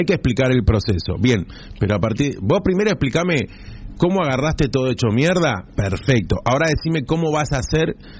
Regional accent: Argentina; Yo tengo ganas de ser Argentina, porque yo soy argentino.

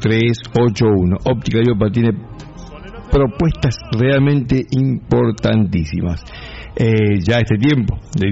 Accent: Punta Alta, Buenos Aires Province, Argentina; somos de Punta Alta

